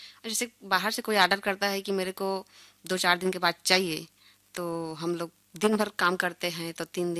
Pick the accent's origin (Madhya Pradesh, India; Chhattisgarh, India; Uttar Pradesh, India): Chhattisgarh, India; Parsapali; परसापाली की रहने वाली हूँ।